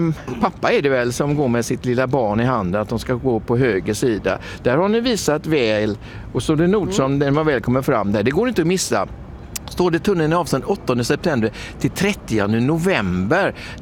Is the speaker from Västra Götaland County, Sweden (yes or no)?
yes; Gothenburg, Västra Götaland County, Sweden; Det är någonting som vi göteborgare och alla turister kommer till att se fram emot.